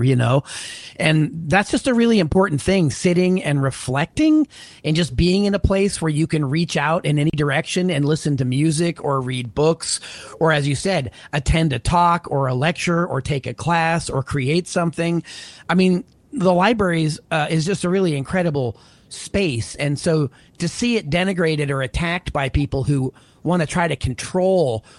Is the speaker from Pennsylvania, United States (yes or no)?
yes; Pennsylvania, United States; You know, even in my hometown, they were closing them in Western Pennsylvania.